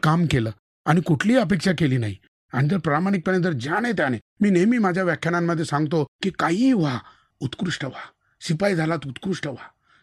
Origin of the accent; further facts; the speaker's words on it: Gonde Dumala, Maharashtra, India; मी इगतपुरी तालुक्यामध्ये गोंदे दुमाला म्हणून गाव आहे, जिथे आता खाजगी 100 पेक्षा जास्त उद्योगधंदे आलेत. मी मुळात शेतकऱ्याचा मुलगा आणि अतिशय गरिबीतून मी मोठा झालो.